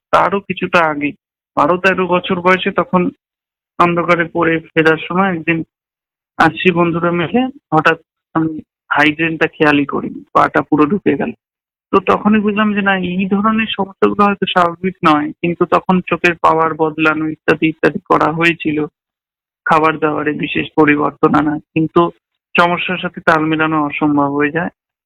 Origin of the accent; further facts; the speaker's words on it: Chandannagar, West Bengal, India; born there; চন্দননগরে মোটামুটি একটা পরিচিতি ছিল